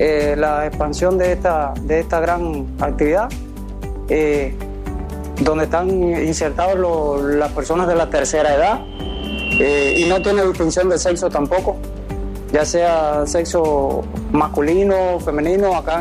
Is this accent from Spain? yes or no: no; Cuba; moved away; yo observo en mi país, yo observaba en Cuba